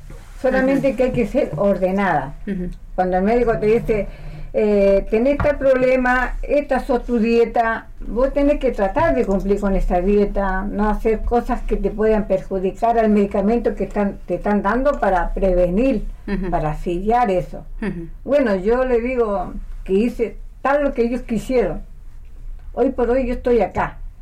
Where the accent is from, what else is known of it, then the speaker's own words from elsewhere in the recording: Valparaíso, Chile; Porque vengo de un... Soy chilena.